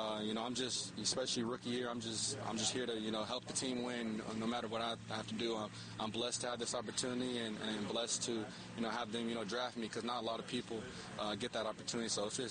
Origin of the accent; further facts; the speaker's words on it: Dallas, Texas, United States; Yeah, I mean, I grew up in Dallas, Texas. I went to Allen.